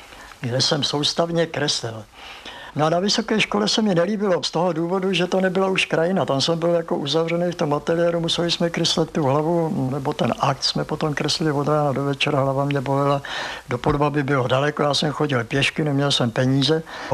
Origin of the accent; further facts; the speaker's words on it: South Bohemian Region, Czechia; now in Prague, Czechia; dělal jsem tady zkoušky a teď vidím, že nejsem přijatým, jsem z Jižní Čech.